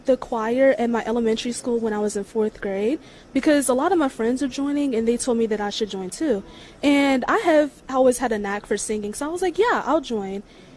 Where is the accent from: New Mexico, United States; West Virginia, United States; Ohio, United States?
West Virginia, United States; Charles Town; I'm from Charlestown, West Virginia.